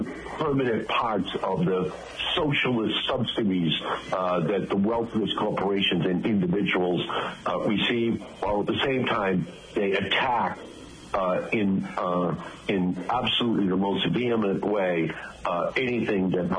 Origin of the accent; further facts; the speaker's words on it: Malden, Massachusetts, United States; Well, I'm from Malden, Mark, and Malden's a lot like Taunton. My father drove a truck for the Hood Milk Company